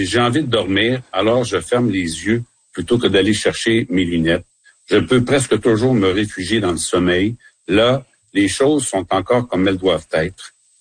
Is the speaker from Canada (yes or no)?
yes; Quebec, Canada